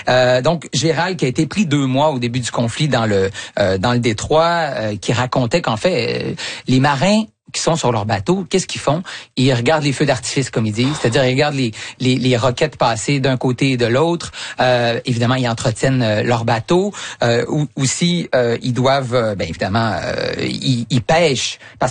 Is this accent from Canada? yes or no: yes; Canada; En fait, avant le conflit, on pouvait même, en tant que Canadien, y aller sans visa.